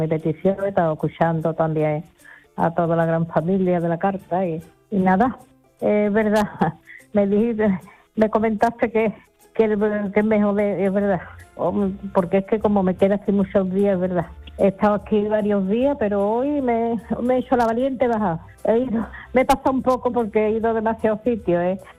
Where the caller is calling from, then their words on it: Seville, Andalusia, Spain; de Sevilla.